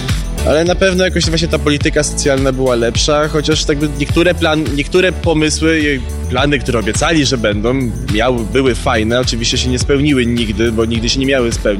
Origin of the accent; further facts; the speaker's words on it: Ukraine; Polish is a second language; now in Poland; Tylko jestem z Ukrainy i nie mogę jeszcze poprawnie mówić po polsku.